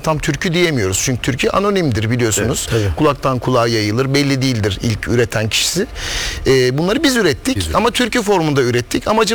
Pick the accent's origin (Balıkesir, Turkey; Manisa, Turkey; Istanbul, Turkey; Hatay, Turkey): Balıkesir, Turkey; Bandırma; biz bu arada ikimiz de Bandırma'da çocukluğumuzu geçirdik.